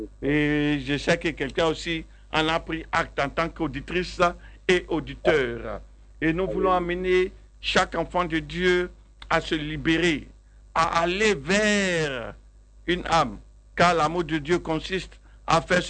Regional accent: Abidjan, Côte d’Ivoire; c'est un quartier dans lequel aussi j'ai grandi, à la Rivera 2.

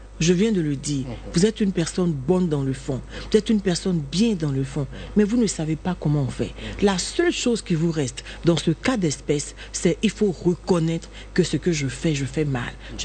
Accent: Côte d’Ivoire; now in Caen, France; Je suis ivoirien.

